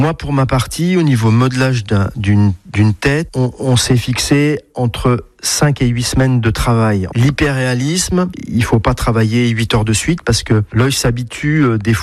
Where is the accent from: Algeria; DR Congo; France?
France; Vierzon, Centre-Val de Loire; moved away as an adult; Je suis originaire de Vierzon